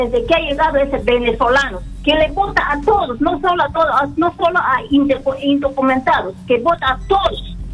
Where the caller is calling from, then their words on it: Huánuco, Peru; le llamo de Huánuco.